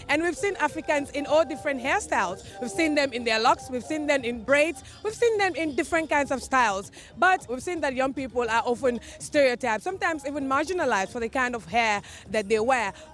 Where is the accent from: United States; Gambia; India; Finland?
Gambia; I am actually from the Gambia, oh, nice. And cowries are very important to us. You know, it's the River Gambia, yeah.